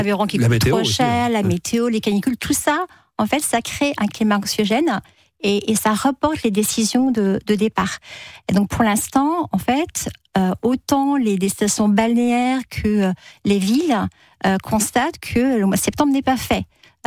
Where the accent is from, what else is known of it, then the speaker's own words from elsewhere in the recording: Brittany, France; je suis bretonne, donc les Bretons ne m'en voudront pas. En Bretagne, il a pu pleuvoir.